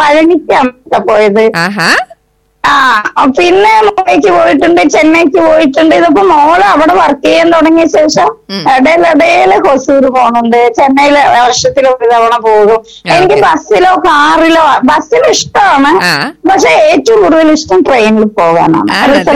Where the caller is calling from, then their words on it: Peruvemba, Kerala, India; Peruvamba.